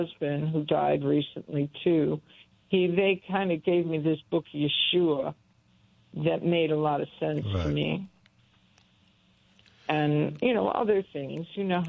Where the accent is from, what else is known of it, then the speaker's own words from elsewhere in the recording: Chicago, Illinois, United States; I was always attracted to churches or Catholicism because I came from Chicago, and I just enjoyed the space of churches